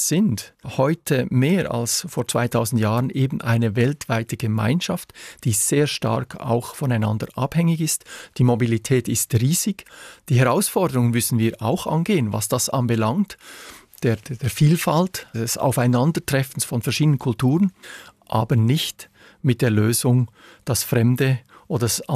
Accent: Switzerland; Ich bin ein Patriot, ich bin gerne Schweizer, ich bin stolzer Schweizer, aber das ist nicht das Höchste.

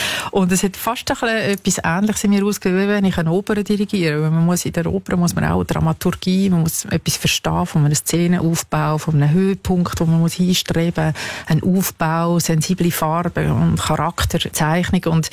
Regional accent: Switzerland; born or raised there

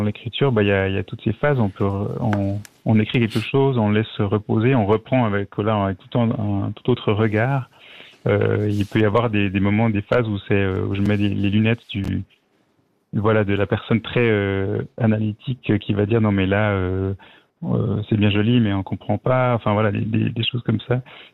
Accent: Lausanne, Vaud, Switzerland; born there; now in Vevey, Switzerland; je suis né à Lausanne, j'ai passé voilà, maintenant j'habite à Vevey, mais j'ai habité 20 ans là-bas.

